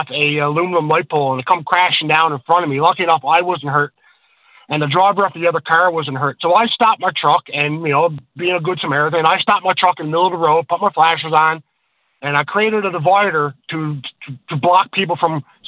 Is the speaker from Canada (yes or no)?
yes; Newfoundland and Labrador, Canada; when they found out we're from Newfoundland, they kept saying how nice and how polite the people from Newfoundland and Labrador.